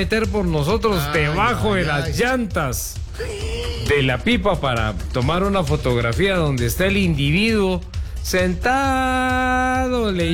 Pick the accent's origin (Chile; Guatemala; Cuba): Guatemala; nuestra Guatemala.